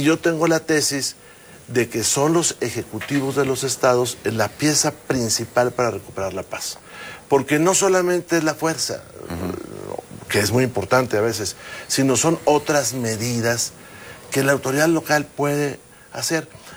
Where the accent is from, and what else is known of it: Mexico